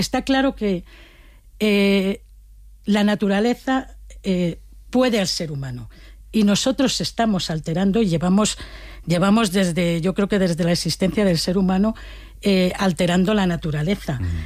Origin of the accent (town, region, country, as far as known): Valencian Community, Spain